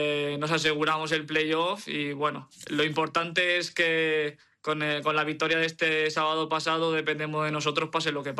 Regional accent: Valencian Community, Spain; Bueno, Rafa Benítez, yo como valenciano tengo buen recuerdo de él, eh.

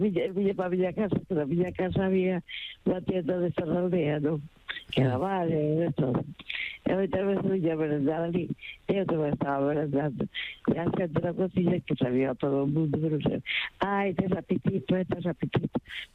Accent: Agolada, Galicia, Spain; now in Poio, Spain; No, mira, que eu son de Poio agora. Son do interior da Golada.

